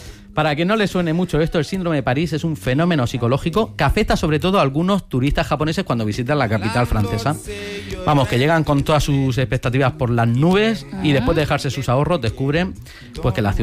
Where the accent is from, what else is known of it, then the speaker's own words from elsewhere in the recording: Orihuela, Valencian Community, Spain; Veniros a mi pueblo, Orihuela. Ahí te digo yo que no pasarás por ningún síndrome raro.